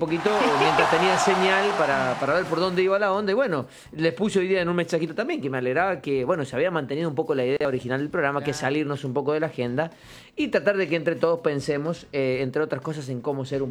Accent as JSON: {"language": "Spanish", "country": "Argentina", "said": "estoy muy orgulloso de ser de donde soy, ¿no? Más argentino que nunca, con todos los líos que tenemos."}